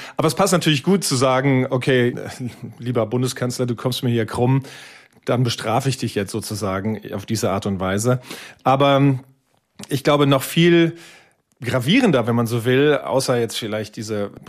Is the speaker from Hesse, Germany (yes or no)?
yes; Wiesbaden, Hesse, Germany; In Wiesbaden, meiner Heimatstadt, sitzt die NSA mit einer riesigen Zentrale und viele Soldaten auch.